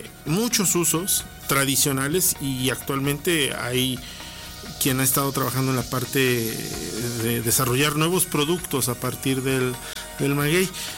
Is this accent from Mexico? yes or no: yes; Puebla, Mexico; yo soy originario de Puebla y mi familia, por parte de mi mamá, debería ser como la cuarta generación de tlachiqueros.